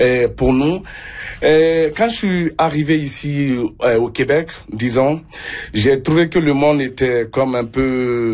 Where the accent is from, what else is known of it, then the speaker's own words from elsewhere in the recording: Guinea; now in ?; Donc, comme vous le savez, on est d'origine de la Guinée.